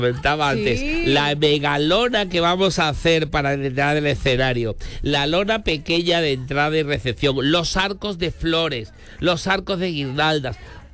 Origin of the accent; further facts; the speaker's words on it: Seville, Andalusia, Spain; now in Mexico; aunque yo pongo mi granito de arena sevillano